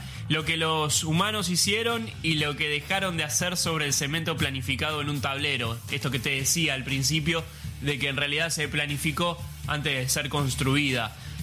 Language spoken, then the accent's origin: Spanish; Argentina